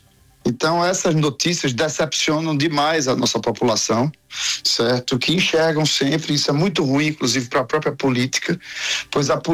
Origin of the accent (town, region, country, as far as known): Brazil